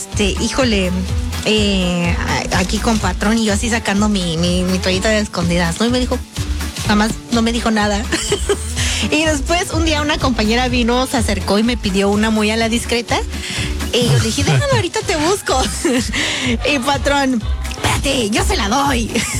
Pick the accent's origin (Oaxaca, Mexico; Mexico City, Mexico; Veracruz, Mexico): Oaxaca, Mexico; Capulálpam de Méndez; moved away; En el pueblo también pasaba y te he contado que teníamos, que tenemos una tiendita así de chiquita allá en Capulalpan.